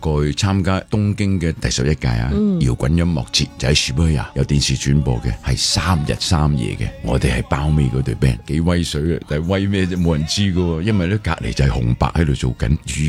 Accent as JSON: {"language": "Cantonese", "country": "Hong Kong", "moved": "yes"}